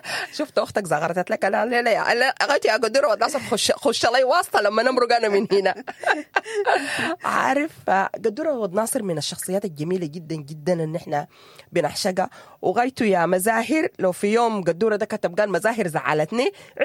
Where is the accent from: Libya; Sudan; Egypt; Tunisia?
Sudan; واقعنا نحن كسودانيين